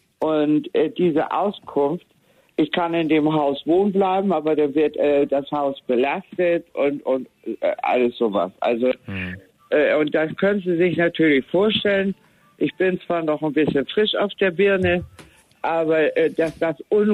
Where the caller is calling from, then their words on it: Tostedt, Lower Saxony, Germany; ich komme hier aus Tostedt, 21255 ist meine Postleitzahl